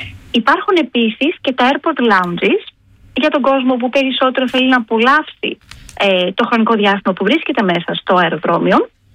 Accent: Central Greece, Greece; Ισχύει, ισχύει, και είμαι από τη Φωκίδα, μπορώ να σας το επιβεβαιώσω.

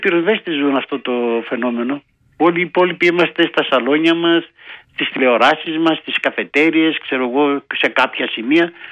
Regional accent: Kilkis, Central Macedonia, Greece; now in Athens, Greece; Είμαι στο χωριό μου, στο Κλικής, λέγεται Ειρηνικό το χωριό.

